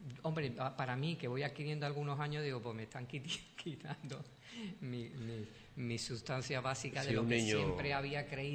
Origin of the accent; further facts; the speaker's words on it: Andalusia, Spain; porque yo soy andaluz y también me gustaría estar en una terraza.